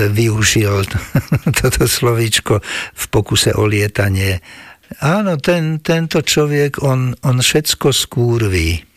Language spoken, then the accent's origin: Slovak; Malacky, Bratislava Region, Slovakia; moved away; mama išla rodiť do Bratislavy. No ale vyrastal som 20 rokov v Malackách.